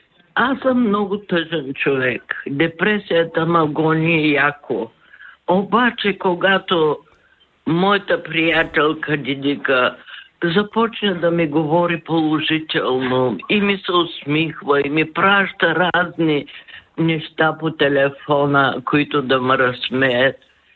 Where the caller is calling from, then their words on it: Varna, Varna Province, Bulgaria; Обажда се … от Варна.